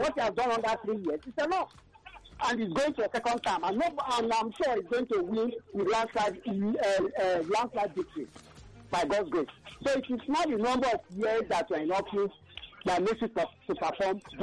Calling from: Abuja, Federal Capital Territory, Nigeria; I'm calling from Abuja, Kofi.

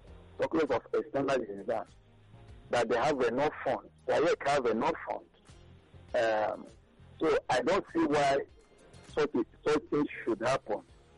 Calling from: Eba, Nigeria; I'm from Eba.

